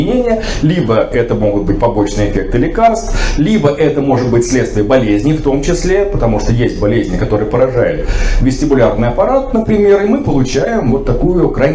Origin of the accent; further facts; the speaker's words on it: Astrakhan, Astrakhan Oblast, Russia; я из Астраханской области, я из Астрахани точнее